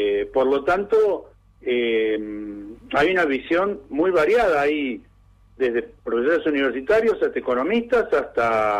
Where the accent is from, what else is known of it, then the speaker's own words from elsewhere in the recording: Buenos Aires, Argentina; now in Chubut, Argentina; yo soy porteño objetivamente, pero hace 40 años vivo